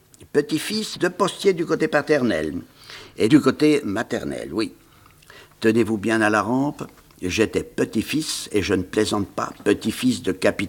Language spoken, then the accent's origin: French; Bruyères, Grand Est, France; born there; vous savez que je suis né à Bruyères-Vosges.